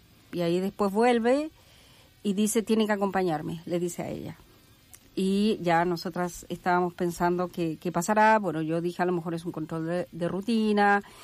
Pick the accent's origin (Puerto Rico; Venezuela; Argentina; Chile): Chile; now in Switzerland; Soy de Chile, pero vivo en Suiza.